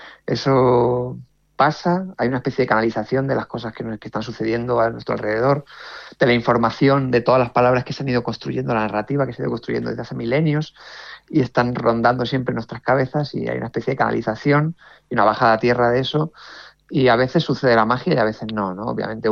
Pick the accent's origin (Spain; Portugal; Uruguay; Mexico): Spain; Community of Madrid; para mí que nazco en las afueras de la periferia de Madrid, que con 20 años abandono por primera vez mi hogar y me vengo meses aquí con la mochila y con la guitarra